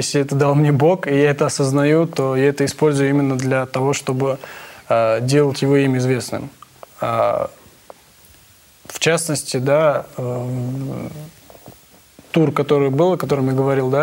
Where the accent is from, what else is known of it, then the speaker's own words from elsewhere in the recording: Armenia; и я им прямо говорил, я армянин. Я другой национальности